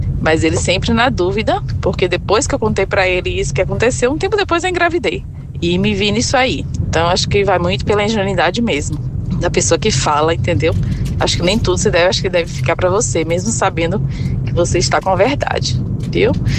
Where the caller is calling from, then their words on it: Salvador, Bahia, Brazil; Aqui quem fala é … sou de Salvador.